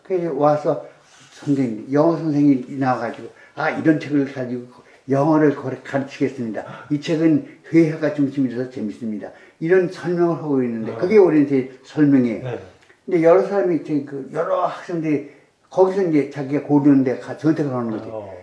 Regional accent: Seoul, South Korea; born there; 그냥 내가 하는, 나 서울 태생인데, 네.

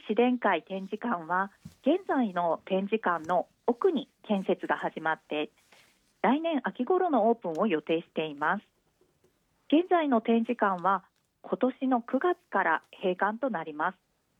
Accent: Ainan, Ehime, Japan; now in Matsuyama, Japan; 私自身も愛南町で生まれ育って、

